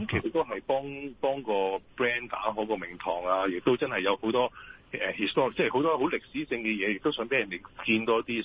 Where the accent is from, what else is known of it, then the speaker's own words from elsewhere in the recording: Hong Kong; 我哋香港人